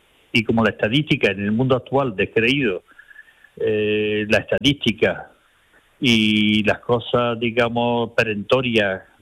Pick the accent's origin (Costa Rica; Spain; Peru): Spain; Archidona, Andalusia; born there